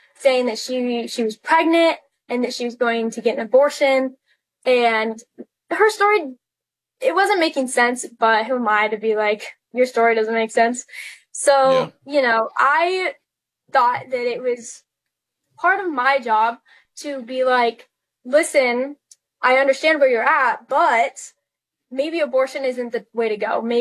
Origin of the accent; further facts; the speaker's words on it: Idaho, United States; I went to school in a very liberal town, which is weird for the state that I grew up in. I grew up in Idaho